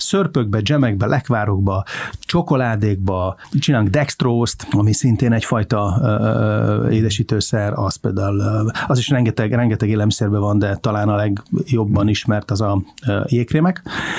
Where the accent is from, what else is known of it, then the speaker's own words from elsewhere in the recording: Székesfehérvár, Fejér, Hungary; Székesfehérváron nőttem föl, egy gimnáziumba jártam